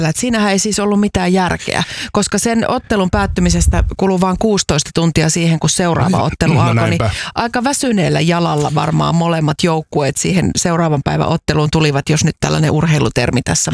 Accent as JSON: {"language": "Finnish", "town": "Jyväskylä", "region": "Central Finland", "country": "Finland", "tie": "born or raised there", "said": "oman rakkaan kotikaupunkini Jyväskylän"}